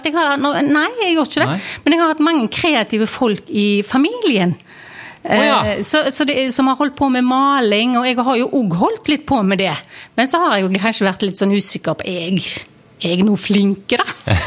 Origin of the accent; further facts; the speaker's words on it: Haugesund, Rogaland, Norway; Det er hjemme på Haugå.